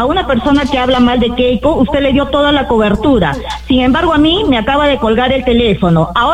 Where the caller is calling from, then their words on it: Peru; porque tanto somos peruanos